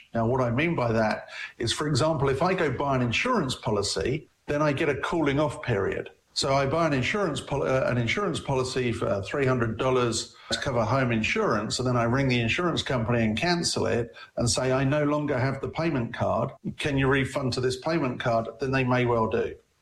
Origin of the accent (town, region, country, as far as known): England, United Kingdom